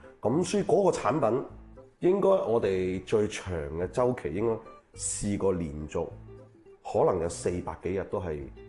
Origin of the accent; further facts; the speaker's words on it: China; 因為我哋睇到我哋中國人嘅進步好快，